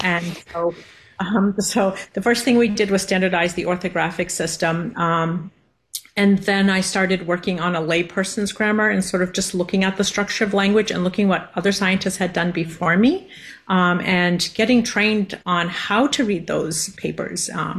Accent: Mashpee, Massachusetts, United States; I'm from the Mashpee Wampanoag tribe

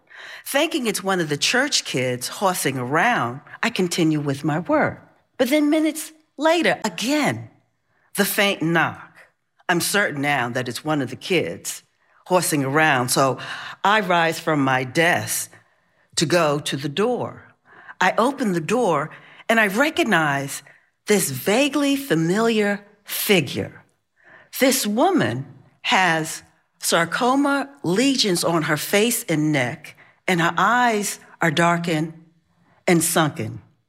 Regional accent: Brooklyn, New York, United States; now in Cambridge, United States; I'm a girl from Brooklyn, and I presently reside in Cambridge, Massachusetts.

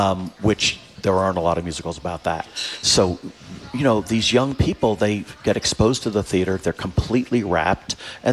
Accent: New Jersey, United States; I grew up in New Jersey.

